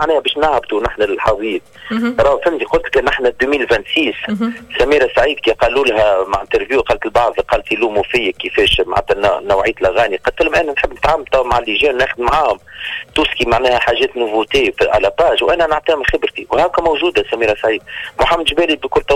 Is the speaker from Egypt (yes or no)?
no; Tunisia; أنا تونسي